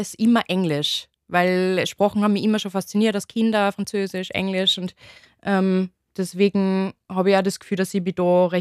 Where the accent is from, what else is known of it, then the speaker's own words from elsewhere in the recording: Upper Austria, Austria; accent: Upper Austrian dialect; Ich liebe meinen Dialekt, einen oberösterreichischen Dialekt